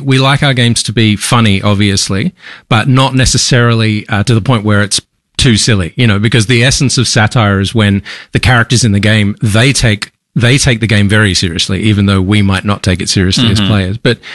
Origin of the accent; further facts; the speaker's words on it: Australia; Also, we're Australian indie developers.